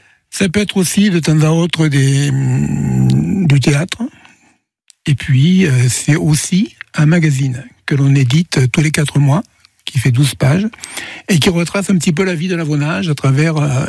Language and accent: French; Occitanie, France; moved away; je suis originaire du Gard